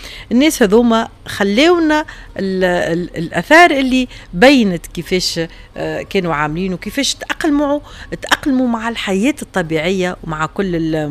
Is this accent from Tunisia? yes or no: yes; Tunisia